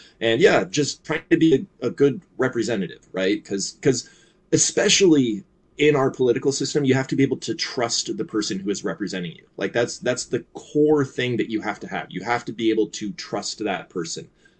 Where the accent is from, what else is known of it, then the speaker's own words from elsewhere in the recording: Seal Beach, California, United States; now in Huntington Beach, United States; I grew up in Seal Beach, which is in the district. Currently live in Huntington Beach, which is in the district. So like I've lived here pretty much my entire life.